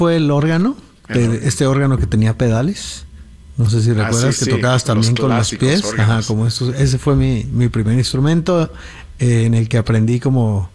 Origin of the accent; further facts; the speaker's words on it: Guadalajara, Jalisco, Mexico; Vamos, ayer estuvimos más o menos a la misma temperatura en Guadalajara, que es de donde yo soy.